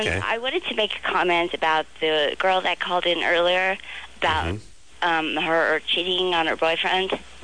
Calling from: Phoenix, Arizona, United States; I'm calling from Phoenix, Arizona.

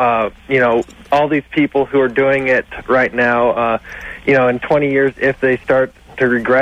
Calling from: Fruitland, Idaho, United States; Fruitland, Idaho. It's a little town.

